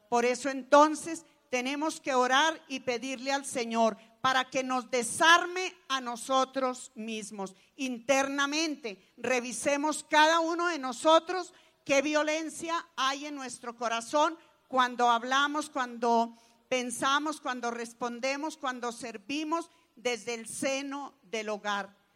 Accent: Colombia; nosotros como colombianos

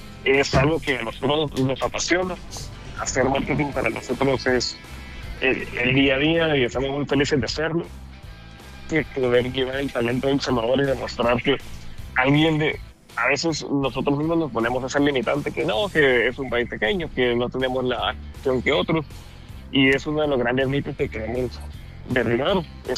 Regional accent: El Salvador; moved away; Yo me recuerdo cuando recién salí de El Salvador

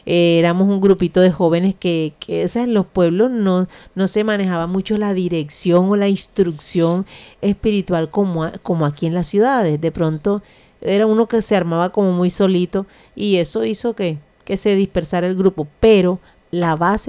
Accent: Córdoba, Colombia; moved away; ustedes saben que yo vengo de Córdoba

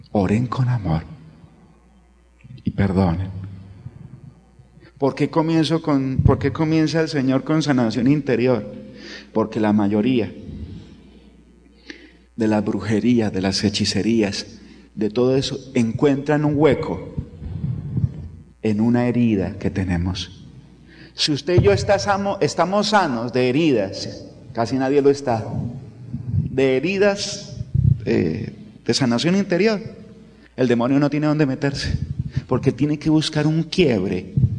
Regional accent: Santander, Colombia; Yo soy un poco peleón, soy santandereano.

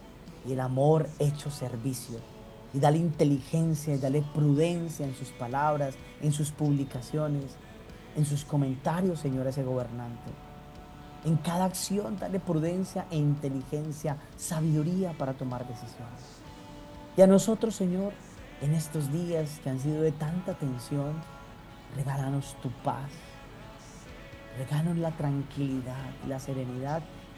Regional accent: Colombia; nosotros que somos colombianos

